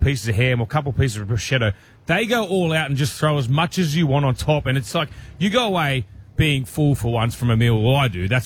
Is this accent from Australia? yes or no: yes; Sydney, New South Wales, Australia; I grew up in Leichhardt.